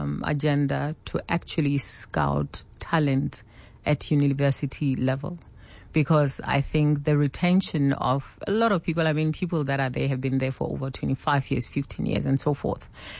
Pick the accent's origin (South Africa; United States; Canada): South Africa; Sharpeville, Gauteng; also born or lived in Sasolburg; I grew up in Sharpeville, mixture of Sasolburg also. That's where my father is from. And yeah, I'm a Vaal girl through and through.